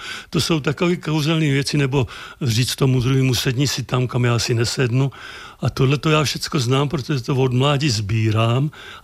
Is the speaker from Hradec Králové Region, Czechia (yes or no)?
yes; Náchod, Hradec Králové Region, Czechia; also born or lived in Vysokov; Jednak jsem tady chodil do školy v Náchodě. Žiju tady teďka. Narodil jsem se ve Vysokově, což spadalo pod Náchod.